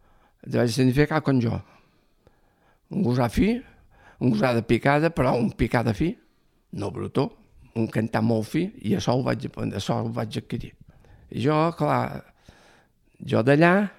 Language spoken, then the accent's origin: Catalan; Ferreries, Balearic Islands, Spain; born there